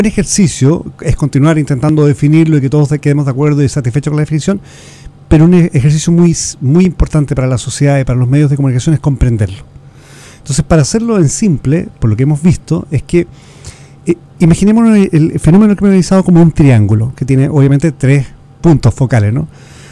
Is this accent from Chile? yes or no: yes; Chile; Obviamente mi acento no es uruguayo, soy chileno.